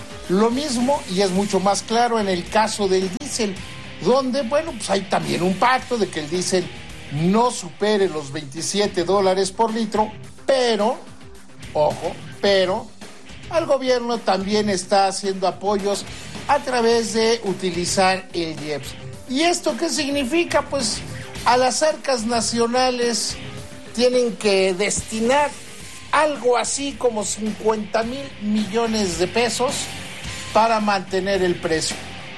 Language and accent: Spanish; Mexico; somos mexicanos